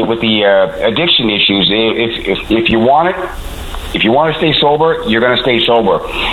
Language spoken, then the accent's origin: English; Toronto, Ontario, Canada; also born or lived in British Columbia; now in Newfoundland, Canada; I grew up in Toronto, and I was put in foster care at the age of 6